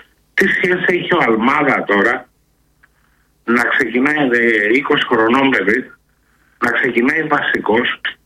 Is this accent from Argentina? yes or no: yes; Argentina; Greek is a second language; Να πω κάτι, επειδή είμαι από Αργεντινή.